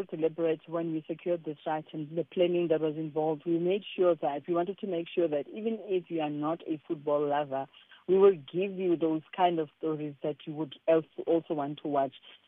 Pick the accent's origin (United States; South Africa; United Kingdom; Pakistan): South Africa; I am a South African through and through